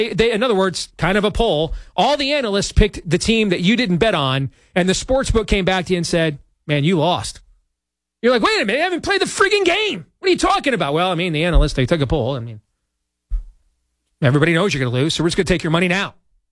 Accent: Michigan, United States; like it was in my home state of Michigan

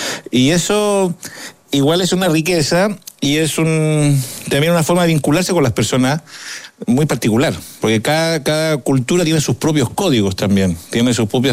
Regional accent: Lautaro, Araucanía, Chile; born there; Entonces, de pronto partía, no sé, en Temuco, porque yo nací en Lautaro. Y de Lautaro íbamos a Temuco

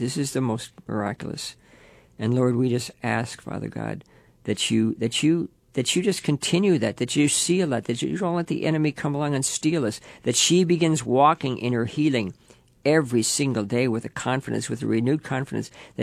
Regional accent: Levittown, New York, United States; I grew up in Levittown

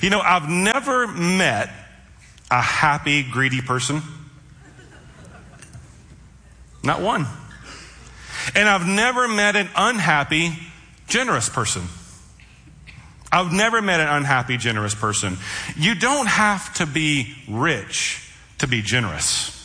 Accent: Memphis, Tennessee, United States; moved away as an adult; now in Marysville, United States; When I was born and raised in Memphis, we moved here in 2008 to plant a church out in Marysville.

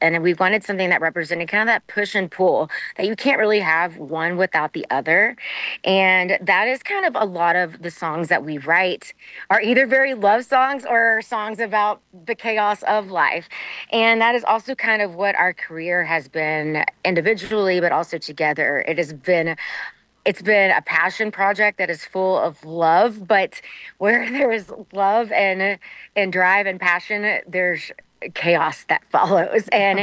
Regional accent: Austin, Texas, United States; I'm from Austin, Texas, and I started as a little girl, about 12 years old, doing the Texas rodeo circuits

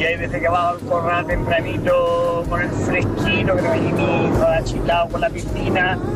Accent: Valverde del Camino, Andalusia, Spain; soy de Valverde del Camino, pueblo de Huelva.

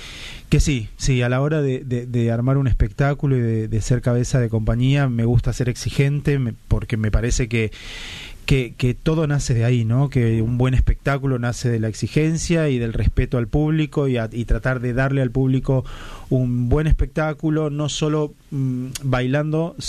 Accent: Córdoba, Argentina; Somos 9 y medio, porque yo como soy cordobés, sí.

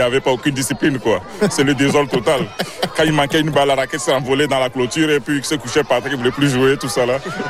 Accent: L'Ancienne-Lorette, Quebec, Canada; je suis de l'Ancienne Lorette, j'ai grandi à l'Ancienne Lorette.

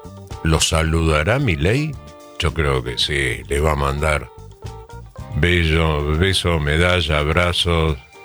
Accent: Argentina

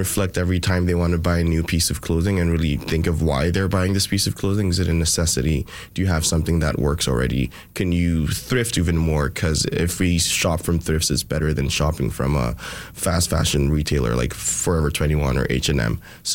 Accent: Nigeria; now in Winnipeg, Canada; I'm from Nigeria

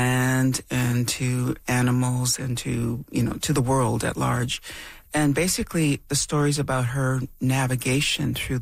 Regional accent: Temagami, Ontario, Canada; born or raised there

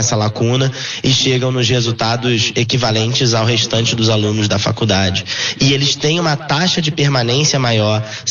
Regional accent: Rio de Janeiro, Brazil; accent: Rio (carioca); moved away as an adult; now in São Paulo, Brazil; Eu fiz no Rio, o sotaque não nega, né? Embora eu esteja morando em São Paulo há 14 anos. Mas eu fiz jornalismo, fiz comunicação no Rio de Janeiro.

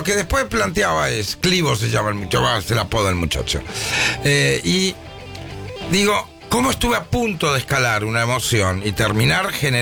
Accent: Argentina

